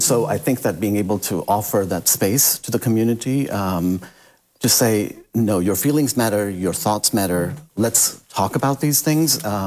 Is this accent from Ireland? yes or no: no; India; Yeah, I'm Indian by origin.